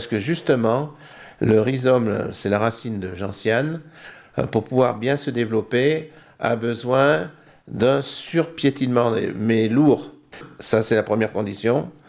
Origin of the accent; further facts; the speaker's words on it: Auvergne-Rhône-Alpes, France; En plus, c'est dans ma région d'origine